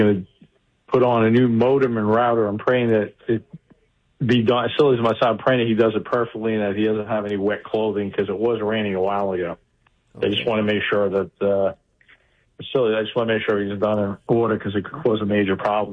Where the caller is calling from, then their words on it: East Meadow, New York, United States; East Meadow, New York.